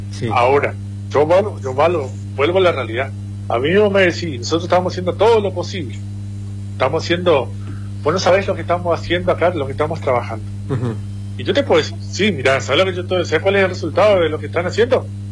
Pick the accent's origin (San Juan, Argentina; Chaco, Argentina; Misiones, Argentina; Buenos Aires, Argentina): Misiones, Argentina; San Vicente; also born or lived in Oberá, Argentina; yo no soy acá de San Vicente, yo soy de Oberá, nací en Oberá, me vine a San Vicente a vivir apenas recién nacido. Me formé acá.